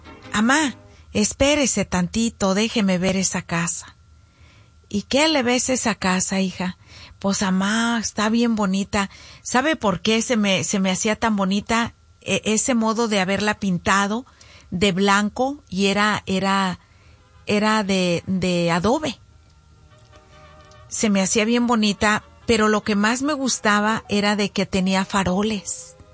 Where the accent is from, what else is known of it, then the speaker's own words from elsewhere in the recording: Zacualco de Torres, Jalisco, Mexico; moved away; todos los de mi pueblo, de Zacualco de Torres, Jalisco, para todos los del barrio de la Cruz Verde